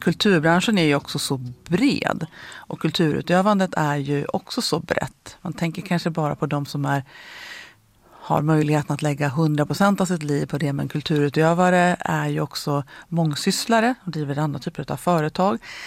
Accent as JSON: {"language": "Swedish", "area": "Frösön", "region": "Jämtland County", "country": "Sweden", "said": "Jag är ju från Frösön"}